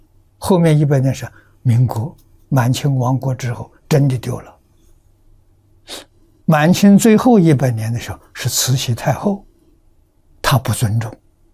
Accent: Tongcheng, Anhui, China; moved away; 我们家乡桐城派的发祥地啊，城里面丢掉比我们早，大概要早十年，我们住乡下，乡下人都非常守本分啊

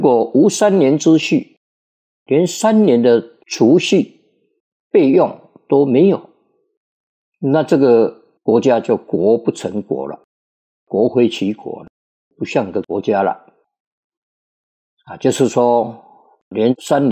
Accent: China; 我们中国人

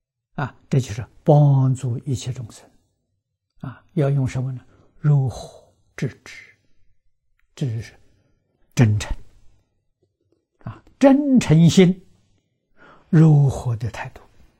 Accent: China; 我们中国人讲有礼

